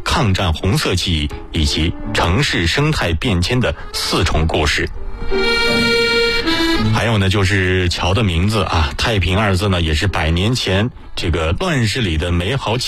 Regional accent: Hefei, Anhui, China; 和大家来继续聊一聊咱们合肥人自己的故事。

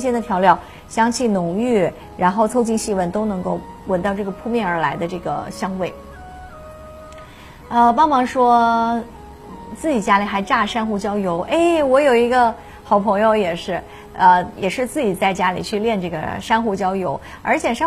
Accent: Hunan, China; 现在作为一个湖南人，我已经不太能够吃太咸太辣的一些菜

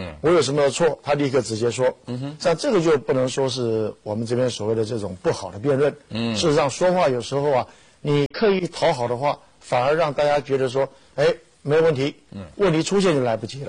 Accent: Taiwan; moved away; 像我从台湾来，我知道很清楚。

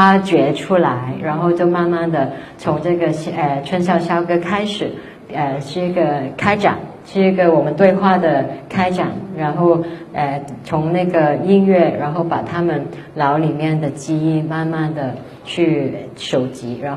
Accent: Hong Kong; 我自己以前在香港城市里面长大，然后突然之间有一个机会进到香港的村里面去

